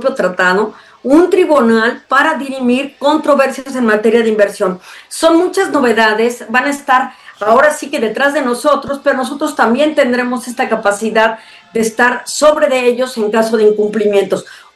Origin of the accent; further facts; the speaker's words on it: Mexico; nos da el reto como mexicanos a producir mucho mejor